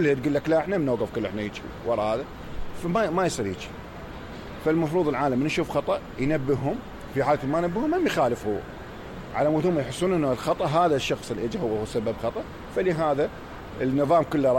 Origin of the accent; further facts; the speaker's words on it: Basra, Basra Governorate, Iraq; يعني احنا الناس من البصره تختلف وضعيه